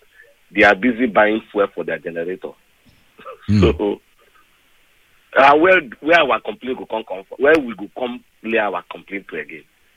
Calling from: Lagos, Nigeria; I'm calling from Alagbado.

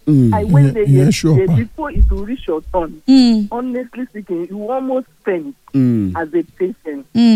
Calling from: Nigeria; I'm from Sulere.

